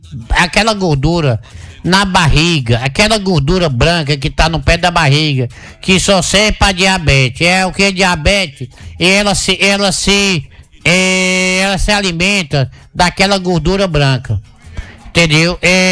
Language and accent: Portuguese; Northeast Region, Brazil; Sou nordestino com muito orgulho.